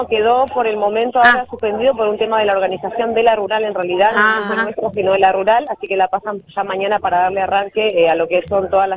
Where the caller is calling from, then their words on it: Patagonia, Argentina; Bien patagónico, bien nuestro.